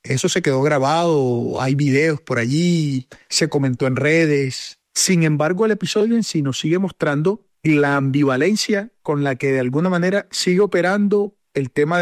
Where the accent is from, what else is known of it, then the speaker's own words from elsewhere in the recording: Cartagena, Bolívar, Colombia; En el caso concreto de ciudades como Cartagena, por ejemplo, la ciudad de donde yo soy